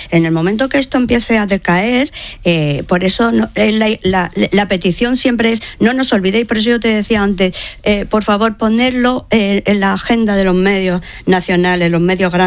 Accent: Melilla, Spain; yo soy melillense ya de varias generaciones.

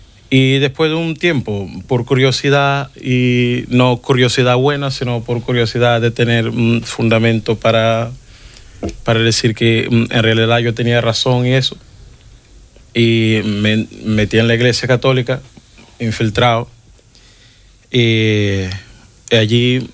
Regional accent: Mindelo, São Vicente, Cape Verde; Spanish is a second language; moved away as an adult; soy de Cabo Verde y de la diócesis de Mindelo. Cabo Verde tenemos dos diócesis. Soy de la diócesis de Mindelo, estoy aquí estudiando porque mi obispo me mandó.

